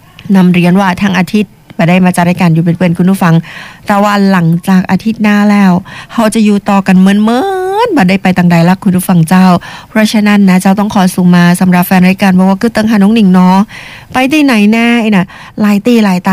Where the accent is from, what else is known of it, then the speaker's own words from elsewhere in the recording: Lampang, Thailand; น้องเป็นคนลำปางลูกหลานคนลำปาง